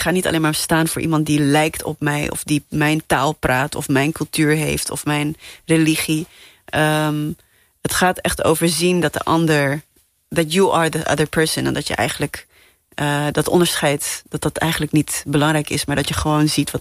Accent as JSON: {"language": "Dutch", "country": "Namibia", "said": "In heel veel, waar ik vandaan kom, in Namibië en heel veel Afrikaanse landen, is dat een beetje het narratief wat wordt gebruikt."}